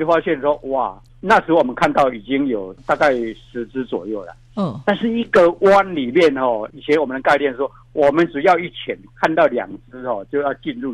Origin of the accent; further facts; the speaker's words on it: Qimei, Penghu County, Taiwan; 在七美是我的故乡